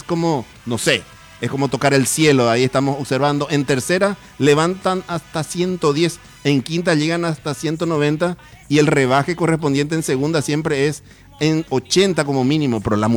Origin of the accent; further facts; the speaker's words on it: Paraguay; Nosotros como ciudadanos paraguayos siempre buscamos el pelo en la sopa con respecto a nuestro país.